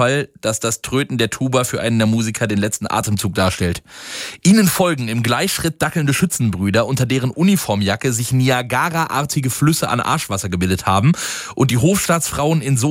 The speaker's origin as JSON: {"language": "German", "area": "Wittgenstein", "region": "North Rhine-Westphalia", "country": "Germany", "said": "für uns Wittgensteiner"}